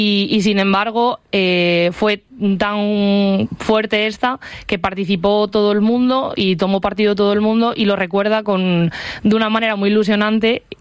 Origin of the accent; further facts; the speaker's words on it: Villafranca del Bierzo, Castile and León, Spain; como soy de Villafranca